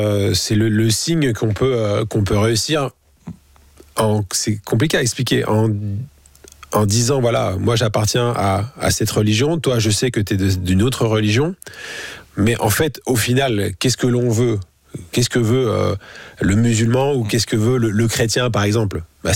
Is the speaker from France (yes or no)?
yes; Reims, Grand Est, France; born there; Je viens d'une famille qui est catholique, Portugal, France. Vous l'avez dit, je suis né à Reims. Et pour moi, c'était important de garder cette culture qui est en moi.